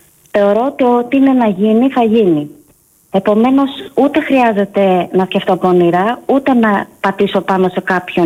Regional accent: Thessaloniki, Central Macedonia, Greece; Ναι, είμαι γέννημα φρέμα Θεσσαλονικιά. Απλά οι περισσότεροι νομίζουν ότι είμαι από τις Σέρες. Οι γονείς μου είναι από τις Σέρες.

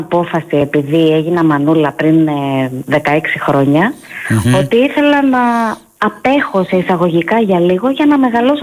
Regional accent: Thessaloniki, Central Macedonia, Greece; Ναι, είμαι γέννημα φρέμα Θεσσαλονικιά. Απλά οι περισσότεροι νομίζουν ότι είμαι από τις Σέρες. Οι γονείς μου είναι από τις Σέρες.

